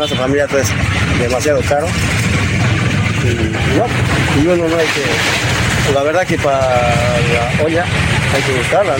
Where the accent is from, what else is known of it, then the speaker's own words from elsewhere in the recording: Caigua, Tarija, Bolivia; Yo vengo de Caigua.